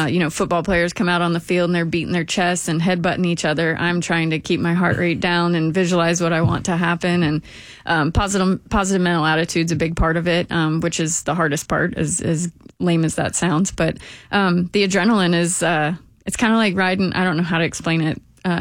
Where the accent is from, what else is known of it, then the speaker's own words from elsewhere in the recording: Texas, United States; I took Spanish, not French. I'm from Texas.